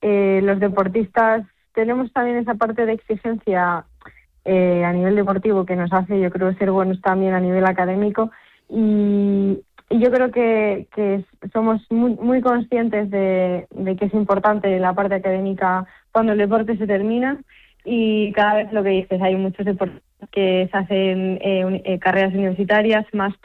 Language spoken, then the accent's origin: Spanish; Cuéllar, Castile and León, Spain; en mi pueblo, pues que es Cuéllar, un pueblo de Segovia